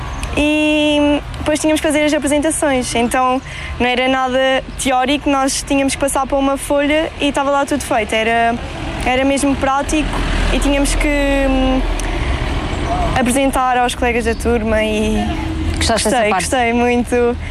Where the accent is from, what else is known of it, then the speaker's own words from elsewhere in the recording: Albufeira, Faro, Portugal; tenho 21 anos e sou de Albufeira.